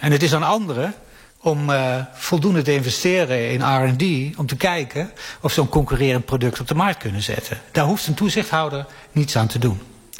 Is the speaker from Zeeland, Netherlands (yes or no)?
no; Gelderland, Netherlands; ik kom uit de Achterhoek.